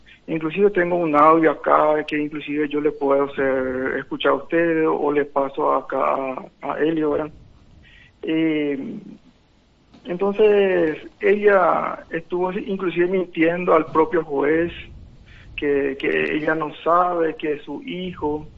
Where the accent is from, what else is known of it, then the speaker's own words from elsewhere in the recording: Paraguay; yo también soy paraguayo